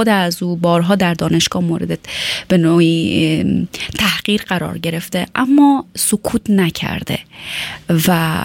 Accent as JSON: {"language": "Persian", "country": "Afghanistan"}